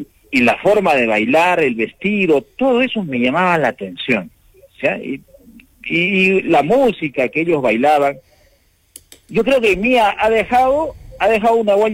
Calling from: Arequipa, Peru; nosotros somos arequipeños, pues, nosotros somos de acá, de Arequipa.

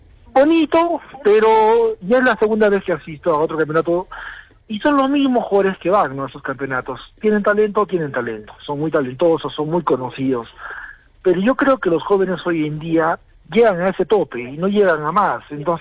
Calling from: Arequipa, Peru; mi barrio, en Miguel Grau

